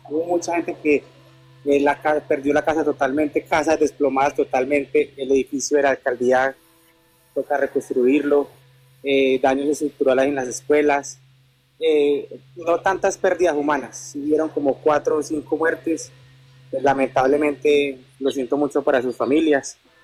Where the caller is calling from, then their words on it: Sevilla, Valle del Cauca, Colombia; me comunico desde Sevilla, Valle del Cauca.